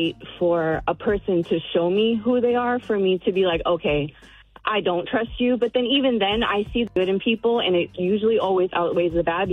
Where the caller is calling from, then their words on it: Augusta, Georgia, United States; Augusta, Georgia.